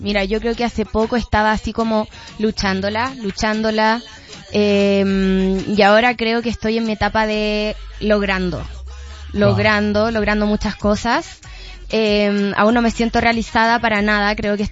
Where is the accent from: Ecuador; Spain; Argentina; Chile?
Chile; Luego está hacer el Estadio Nacional de mi país, que eso es algo que quiero mucho lograr.